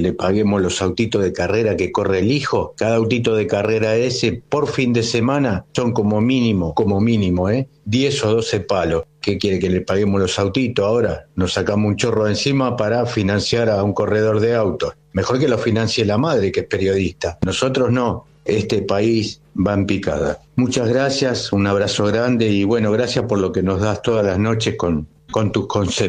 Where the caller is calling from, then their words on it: La Matanza, Buenos Aires Province, Argentina; de La Matanza